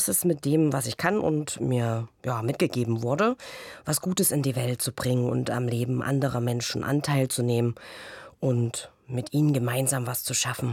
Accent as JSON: {"language": "German", "town": "Greiz", "region": "Thuringia", "country": "Germany", "tie": "born there", "said": "Ich bin in Greiz geboren."}